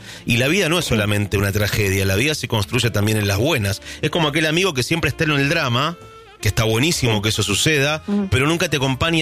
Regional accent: Argentina; y somos tan argentinos que...

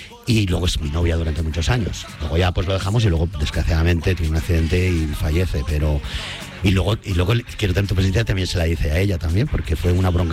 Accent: Benetússer, Valencian Community, Spain; Chaplin, en Benetús, en mi pueblo. Aquí doy un saludo a todos mis paisanos, que tuvimos la mala fortuna de que nos pasó la dana ahí, que nos arrasó.

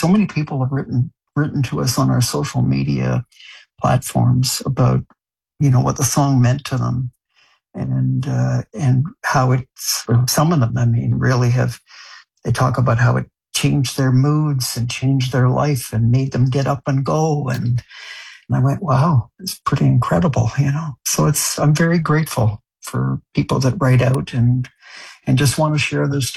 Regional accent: France; also born or lived in Ottawa, Canada; I think, you know, I grew up in France, and but I was born in Ottawa. And when we moved back to Canada, we had a place in the upper Ottawa.

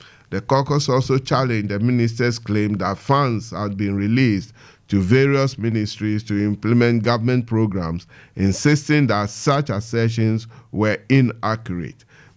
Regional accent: Ajuate, Ghana; now in Canberra, Australia; I know Ashon very well because he's the head of Ajuate family at this time, and I'm from Ajuate.

